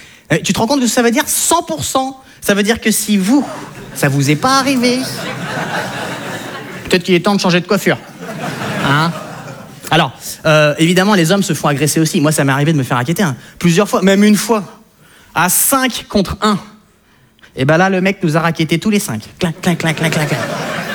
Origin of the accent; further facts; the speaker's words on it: France; alors donc je me présente, donc … Bon, moi ce qui est un petit peu de rigolo chez moi, c'est qu'en fait je suis français, mais j'ai des origines hollandaises, belges, françaises, mongoles, chinoises, turques et suédoises.